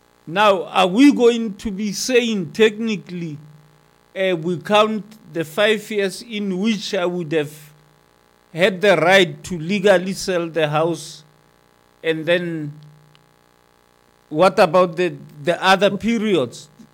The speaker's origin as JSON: {"language": "English", "country": "South Africa", "said": "Now, I'm a South African."}